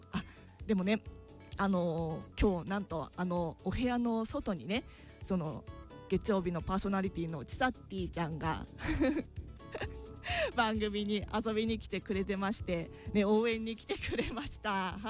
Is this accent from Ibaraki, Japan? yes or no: yes; Mito, Ibaraki, Japan; 水戸生まれの水戸育ち、生粋の水戸っ子でございます。